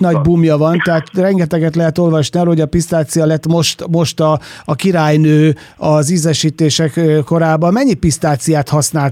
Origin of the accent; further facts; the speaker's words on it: Zala, Hungary; én is zalai gyerek vagyok